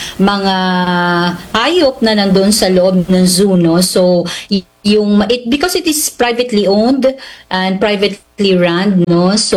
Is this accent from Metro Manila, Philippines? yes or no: yes; Malabon, Metro Manila, Philippines; Pag kayo napagawi dyan sa amin sa Malabon.